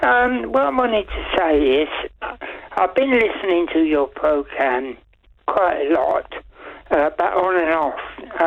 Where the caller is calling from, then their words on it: England, United Kingdom; I'm pure English.